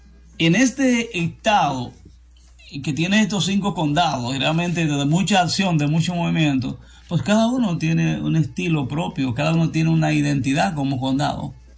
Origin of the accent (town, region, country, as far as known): Dominican Republic